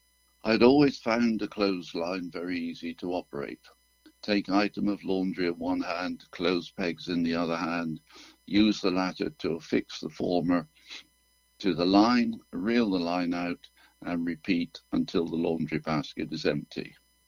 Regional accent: United Kingdom; born or raised there; moved away as an adult; now in Canada

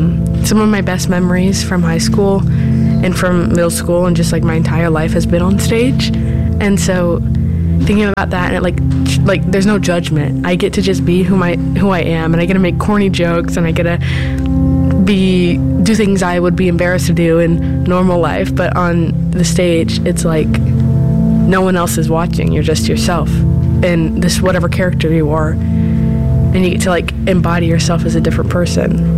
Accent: Indianapolis, Indiana, United States; I'm from Indianapolis.

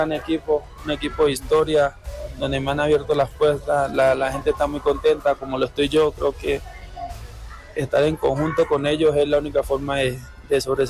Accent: Chocó, Colombia; moved away; por ser de Colombia y más que todo el Chocó, donde siempre fue muy fuerte todo

